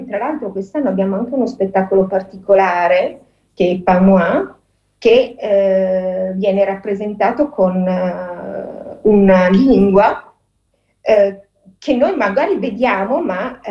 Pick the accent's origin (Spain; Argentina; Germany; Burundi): Germany; Berlin; now in Genoa, Italy; Io non sono genovese, io ho chiesto di lavorare al SUC a Genova, a Carla, ma io arrivo da Berlino.